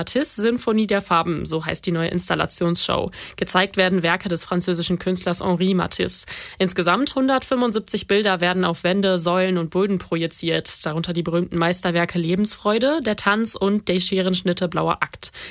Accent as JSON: {"language": "German", "town": "Dortmund", "region": "North Rhine-Westphalia", "country": "Germany", "said": "wir Dortmunder"}